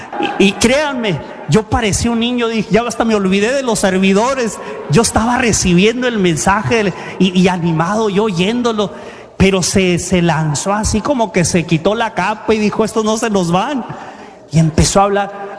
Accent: Tijuana, Baja California, Mexico; Yo soy de Tijuana.

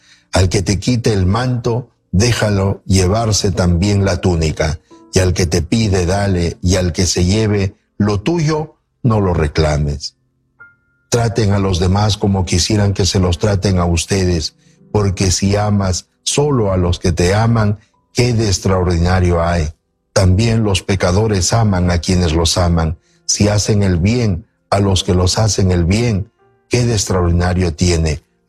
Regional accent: Peru; also born or lived in Pacoima, California; now in Los Angeles, United States; Yo soy de nacionalidad del Perú y estoy aquí trabajando en la Arquidiócesis de Los Ángeles, incorporado en estos tiempos ya 13 años

